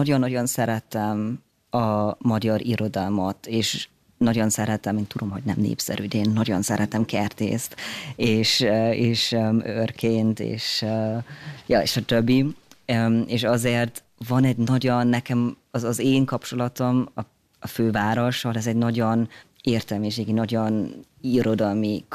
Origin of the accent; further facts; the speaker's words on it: Germany; Csak Németországban egy nagyon, nagyon vidéki helyen nőttem fel, és eléggé konzervatív volt a társadalomot, és hát az a magyar nyelv, ez valahogy, ez nem tudom, ilyen stigmatizált vagy nem tudom.